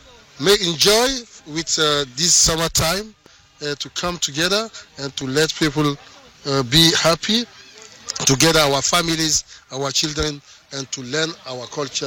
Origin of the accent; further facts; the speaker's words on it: Togo; I can understand it, speak it a little bit, but I'm from Togo.